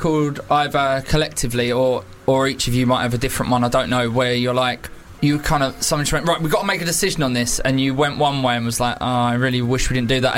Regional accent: United Kingdom; it reads to me as a British guy as sarcastic.

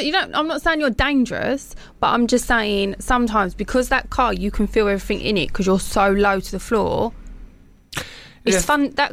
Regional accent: Kent, South East England, United Kingdom; I was from Kent

